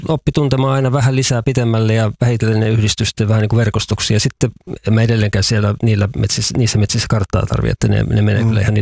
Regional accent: Vantaa, Uusimaa, Finland; now in Kainuu, Finland; Mä oon siis Vantaalta kotoisin, vaikka joo, asun nykyään Kainuussa.

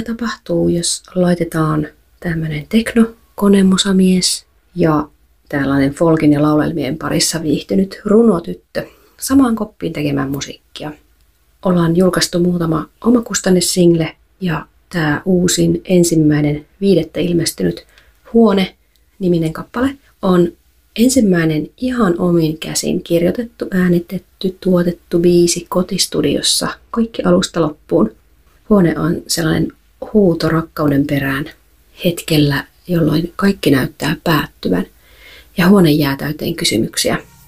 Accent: Jyväskylä, Central Finland, Finland; now in Hyvinkää, Finland; Ja tällä hetkellä tehdään musiikkia Hyvinkäällä. Alun perin mä oon Jyväskylästä ja Ilkka Tampereelta.

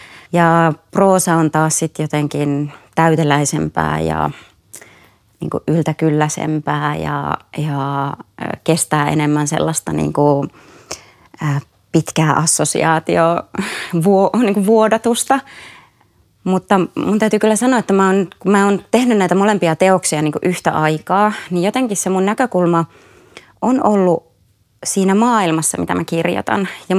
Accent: Kainuu, Finland; mä oon itse kotoisin Kainuusta ja se on mulle tuttua, niin kuin tuttua maisemaa

